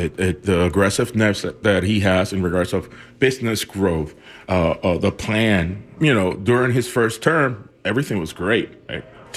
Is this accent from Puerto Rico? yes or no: yes; Puerto Rico; now in Kissimmee, United States; I grew up in Puerto Rico, by my own Puerto Rico. My family's from Calle, Puerto Rico, and it's been an army family for decades.